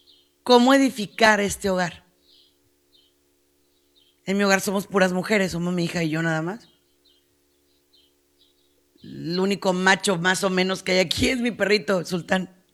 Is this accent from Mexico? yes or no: yes; Mexico; en el caso mío, o de nosotros que somos mexicanos, pues somos muy vigueros, muy groseros.